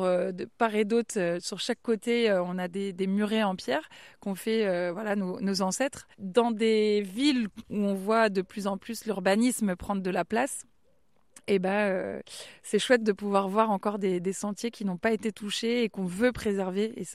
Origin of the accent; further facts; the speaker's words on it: Le Vieux-Marché, Brittany, France; je suis originaire du Trégor, une petite bourgade de 1000 habitants qui s'appelle Le Vieux Marché. J'ai grandi là-bas pendant... on va dire 20 ans de ma vie